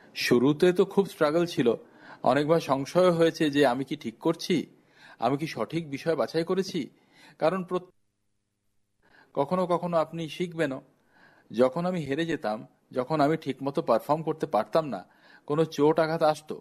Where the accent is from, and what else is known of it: India